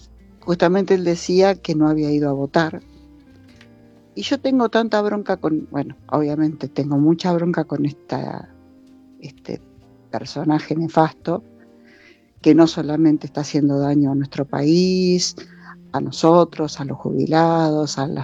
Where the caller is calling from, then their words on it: La Plata, Buenos Aires Province, Argentina; soy de La Plata